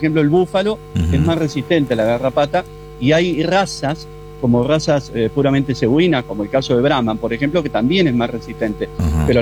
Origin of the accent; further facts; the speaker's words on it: Uruguay; now in Canada; Si que soy uruguayo, capaz que me dan una habitación.